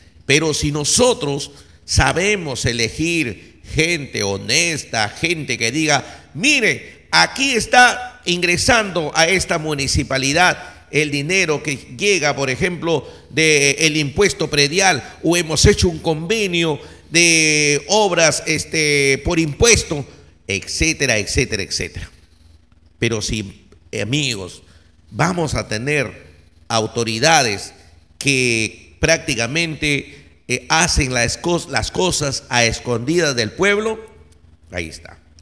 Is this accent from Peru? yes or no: yes; Olmos, Lambayeque, Peru; ¿eso significa que yo quiero a mi pueblo de Olmos?